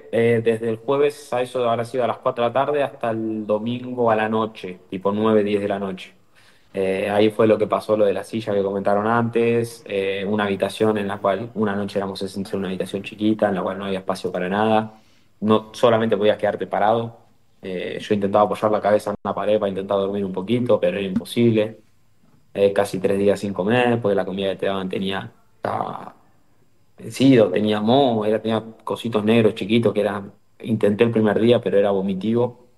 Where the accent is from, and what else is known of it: Argentina; moved away as an adult; now in Miami, United States